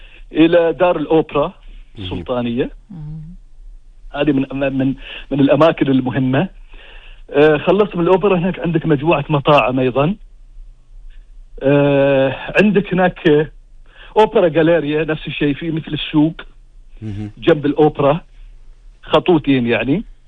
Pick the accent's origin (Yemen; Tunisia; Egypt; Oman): Oman